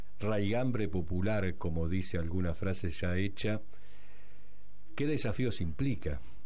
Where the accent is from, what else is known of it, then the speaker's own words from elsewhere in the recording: Argentina; A veces uno se pone a pensar en un país como el nuestro, como la Argentina.